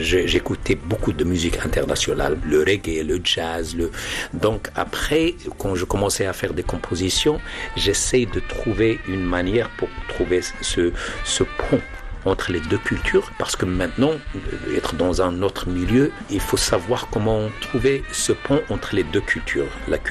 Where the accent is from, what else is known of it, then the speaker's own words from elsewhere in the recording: Imintanout, Marrakesh-Safi, Morocco; J'ai grandi à Imintanout, mais je suis né dans un petit village, une petite maison, un truc comme ça, mais entouré de beaucoup, beaucoup de musique.